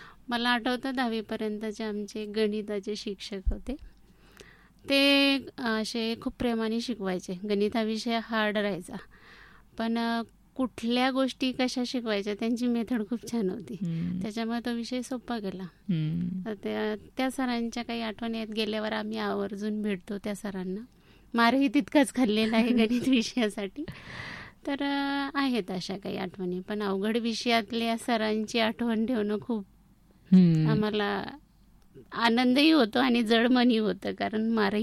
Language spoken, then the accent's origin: Marathi; Latur, Maharashtra, India; moved away as an adult; now in Ahmednagar, India; मी मूळची लातूरचीच. माझं पूर्ण शिक्षण म्हणजे ग्रॅज्युएशनपर्यंत लातूरमध्येच झालं आणि जन्मगावही तेच आहे